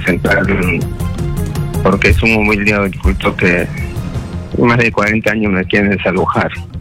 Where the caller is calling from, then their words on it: Pativilca, Lima, Peru; Somos de Pativilca, anexo. De anexo de Pativilca.